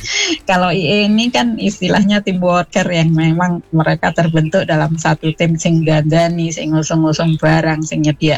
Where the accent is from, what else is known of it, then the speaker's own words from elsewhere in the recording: Malang, East Java, Indonesia; Saya nggak pernah diakuin kalau orang Malang. Kalau di sini mereka nggak percaya kalau saya itu orang Malang, katanya logatnya udah hilang gitu.